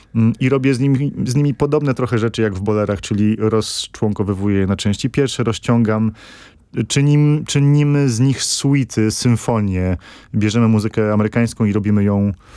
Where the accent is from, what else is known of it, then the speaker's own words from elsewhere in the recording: Colombia; moved away; wychowałem się w Kolumbii, mam połączenie konkretne, namacalne z tamtym kontynentem, takie osobiste.